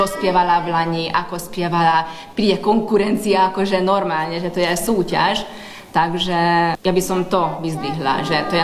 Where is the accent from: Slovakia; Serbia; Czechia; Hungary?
Hungary; Nógrád; ja z Novohradu